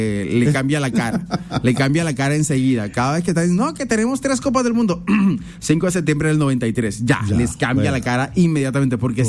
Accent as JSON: {"language": "Spanish", "country": "Colombia", "said": "El segundo momento que como colombianos no debemos olvidar, el 20 de junio del año 2023."}